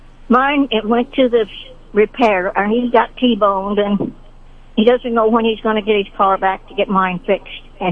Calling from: Sedalia, Missouri, United States; I'm calling from Sedalia.

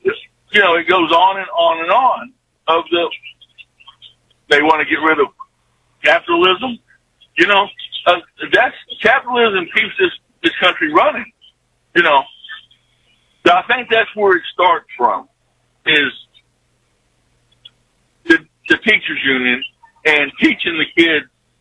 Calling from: Texas, United States; I'm from Texas too, I live about 3.5 hours north of Eagle, straight north of Eagle.

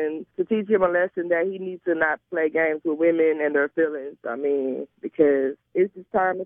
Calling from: Long Beach, California, United States; I'm calling from Long Beach.

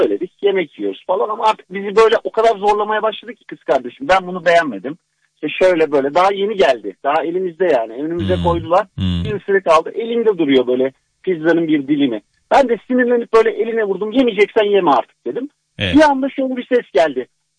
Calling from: Istanbul, Turkey; ben İstanbul'dan.

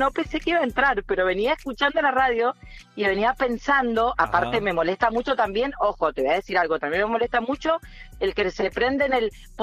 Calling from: Argentina; somos todos argentinos

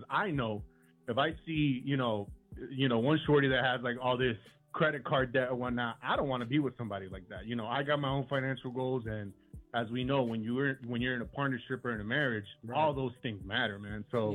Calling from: Miami, Florida, United States; I'm calling from Miami, Florida.

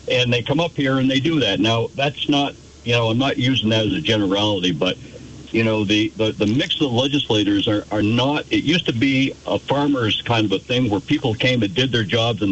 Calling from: Waterbury, Vermont, United States; I'm listening to this from Waterbury

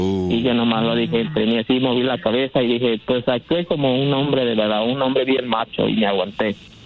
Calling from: Nuevo León, Mexico; yo soy de Nuevo León.

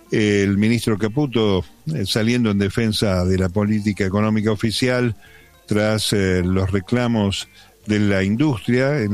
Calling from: Quilmes, Buenos Aires Province, Argentina; … Equipo … de Quilmes.

